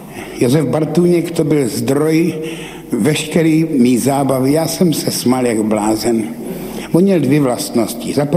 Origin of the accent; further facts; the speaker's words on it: Ivančice, South Moravian Region, Czechia; Měl kliku, že já jsem nevěděl, co to je. U nás v Ivančících se nic takového nevyskytovalo.